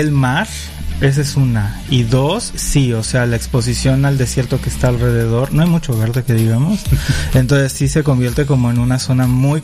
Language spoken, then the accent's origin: Spanish; Chiapas, Mexico; Yo viví 2 años en Monterrey, viví 1.5 en Tijuana. No cambio mi Chiapas por nada, la verdad.